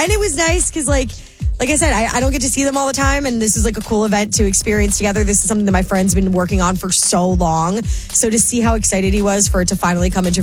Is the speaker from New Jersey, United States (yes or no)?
yes; New Jersey, United States; accent: Jersey; moved away; my Jersey accent comes out more.